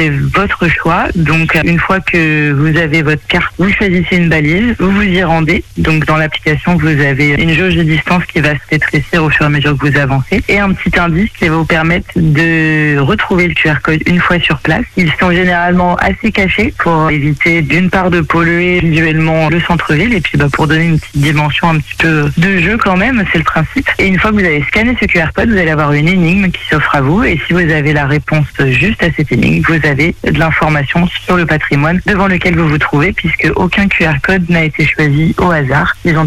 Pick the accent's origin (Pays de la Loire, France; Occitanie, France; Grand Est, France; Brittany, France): Pays de la Loire, France; Le Mans; Mais je suis Mancelle, je suis née au Mans.